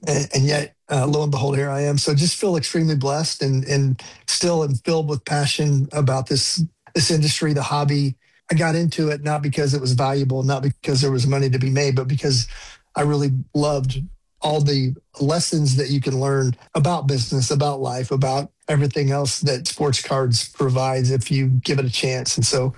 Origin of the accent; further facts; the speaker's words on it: Dallas, Texas, United States; I grew up in the Dallas area.